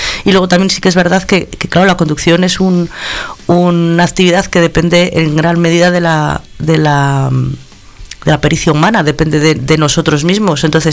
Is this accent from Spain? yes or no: yes; Castile and León, Spain; para los que somos de tierra de campos